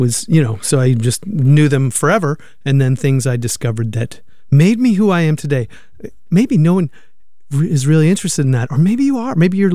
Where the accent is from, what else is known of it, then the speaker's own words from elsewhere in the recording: Canada; I grew up in not Canada. I grew up in Canada. I was a nice boy.